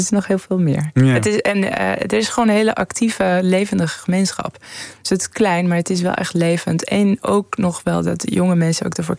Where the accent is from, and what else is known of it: Tehran, Tehran Province, Iran; born or raised there; now in Netherlands